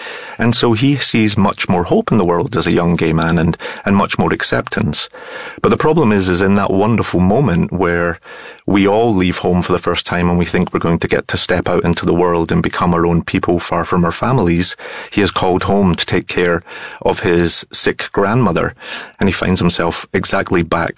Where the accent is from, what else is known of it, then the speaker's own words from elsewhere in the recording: Glasgow, Scotland, United Kingdom; Yes, I mean, I'm a Scotsman who grew up in Glasgow, but I had never been to the Outer Hebrides before.